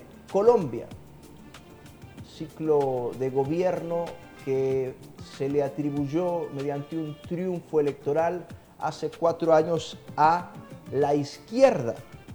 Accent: Honduras; nuestro país, Honduras

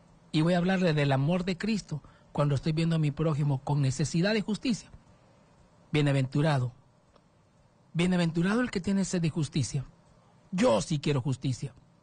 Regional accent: Honduras; son mis hermanos garífunas, somos hondureños.

